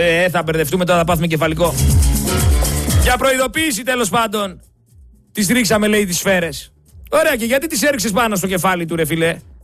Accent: Greece; εμένα που είμαι Έλληνας πολίτης

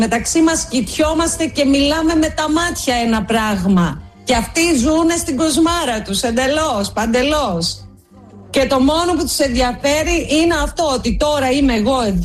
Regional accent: Greece; σαν μια Ελληνίδα μάνα

